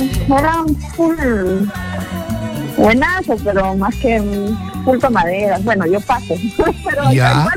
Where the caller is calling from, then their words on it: Vitarte, Lima, Peru; De Vitarte.